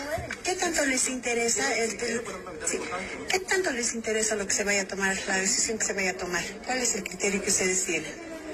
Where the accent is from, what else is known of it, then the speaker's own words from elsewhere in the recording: Bolivia; yo soy boliviana.